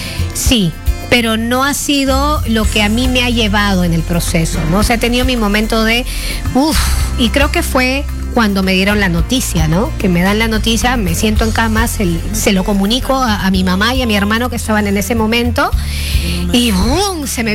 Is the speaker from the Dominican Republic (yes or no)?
no; Mexico; moved away as an adult; Yo me fui de México habiéndome separado. No, me separé y a los 6 meses, estuve casada a los 6 meses, me mudé del país.